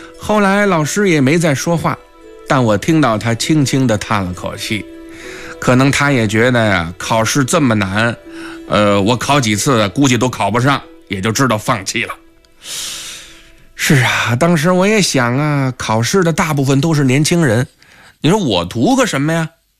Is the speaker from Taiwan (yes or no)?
no; Shandong, China; 我们家是山东的，我们那块的考场呢设在泰安